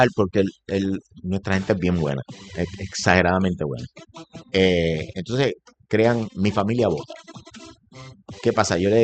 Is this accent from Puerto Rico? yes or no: yes; Puerto Rico; puertorriqueño